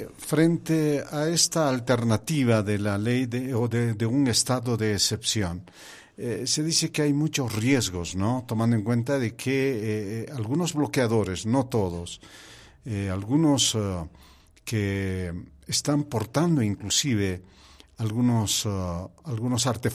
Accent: Bolivia

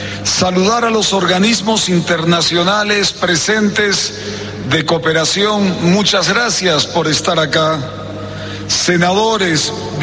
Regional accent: Bolivia; Aquí todos somos bolivianos, aquí todos somos parte de la misma patria, aquí tenemos todos derecho a salir adelante.

